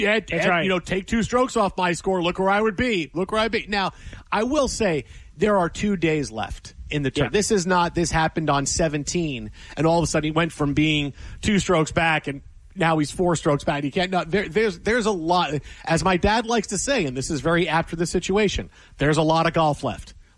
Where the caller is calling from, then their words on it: Sioux Falls, South Dakota, United States; I'm just a golf fan. I'm watching from Sioux Falls.